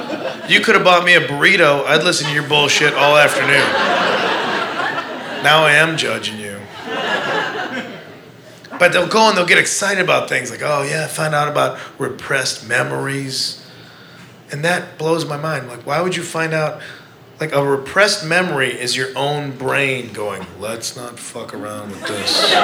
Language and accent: English; Midwest, United States